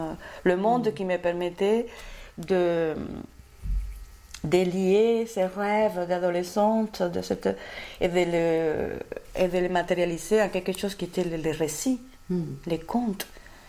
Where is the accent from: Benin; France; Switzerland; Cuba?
Cuba; Havana; moved away as an adult; Je suis née à La Havane. Je suis née à La Havane, dans les quartiers d'Ouvedado. Et ma famille venait du centre du pays